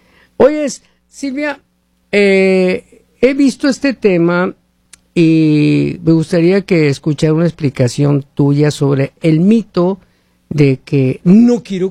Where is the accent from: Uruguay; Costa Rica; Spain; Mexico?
Mexico; Hermosillo, Sonora; now in United States; allá en Hermosillo, mi tierra